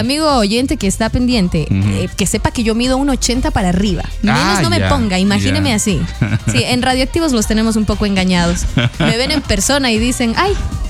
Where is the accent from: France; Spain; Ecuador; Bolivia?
Ecuador; Cuenca, Azuay; born there; also born or lived in Machala, El Oro, Ecuador; Viví, claro, gran parte de mi vida acá en Cuenca, pero los seis primeros años en Machala, y aunque llevo muchos años en Cuenca, y Cuenca ya también es parte de mi identidad.